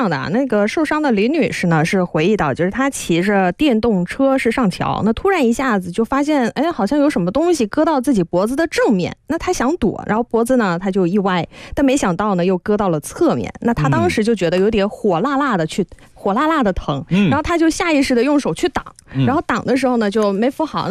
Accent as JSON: {"language": "Chinese", "region": "Northeast China", "country": "China", "accent": "Northeastern (Dongbei)", "said": "你们单位的东北人真多，然后我是在想是在说我吗？那我换换口音。"}